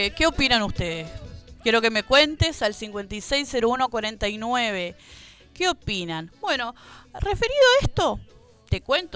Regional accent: Argentina; Somos argentinos, hemos pasado por los peores momentos

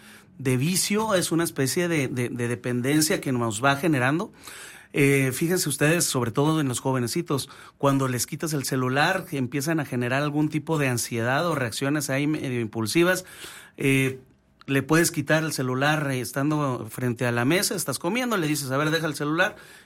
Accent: Camargo, Mexico; con todo el cariño que tiene un camarguense hacia los muchos camarguenses

